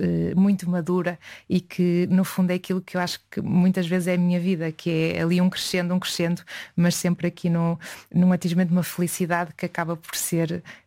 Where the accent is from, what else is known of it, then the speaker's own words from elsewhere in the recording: Esposende, Norte, Portugal; moved away as an adult; now in Porto, Portugal; Eu sugeria irmos jantar a Esposenda, a minha terra natal.